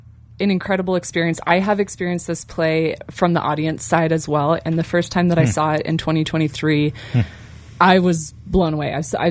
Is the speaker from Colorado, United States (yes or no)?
yes; Glenwood Springs, Colorado, United States; now in Carbondale, United States; I've been in the Valley a long time. I actually was born and raised in Glenwood. And I've been in Carbondale since like 2012.